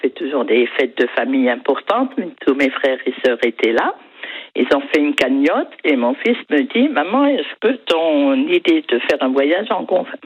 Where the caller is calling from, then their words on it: Grand Est, France; mais moi je viens d'Alsace